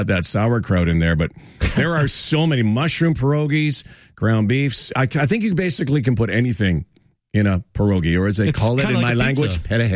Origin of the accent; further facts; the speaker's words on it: Winnipeg, Manitoba, Canada; now in Toronto, Canada; growing up in Manitoba and a Ukrainian family, we celebrated Ukrainian Christmas.